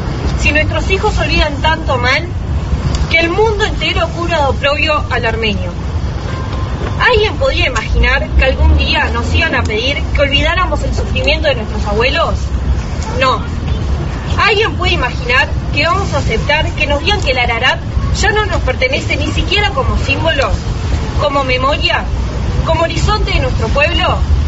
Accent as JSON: {"language": "Spanish", "country": "Uruguay", "said": "nosotros vamos a decir con más fuerza todavía que somos armenios, que somos uruguayos y que amamos la libertad de nuestros pueblos."}